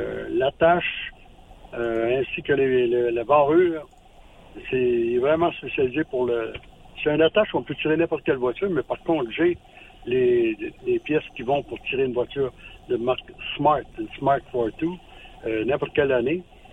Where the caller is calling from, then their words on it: Jonquière, Quebec, Canada; J'appelle de Jonquière.